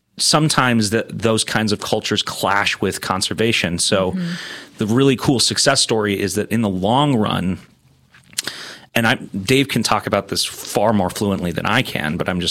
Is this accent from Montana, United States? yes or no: yes; Wise River, Montana, United States; so I grew up in Wise River, Montana, mm-hmm. on the Big Hole River